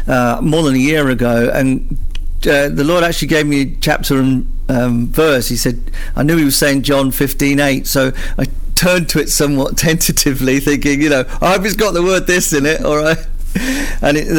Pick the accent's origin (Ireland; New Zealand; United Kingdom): United Kingdom; particularly as British Christians, because of our natural culture